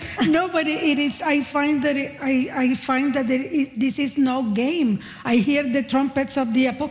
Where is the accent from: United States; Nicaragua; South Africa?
Nicaragua; now in Canada; I grew up in Nicaragua fearing an American invasion, and then I come to Canada, I was for many years enjoying my free health care since I am a hypochondriac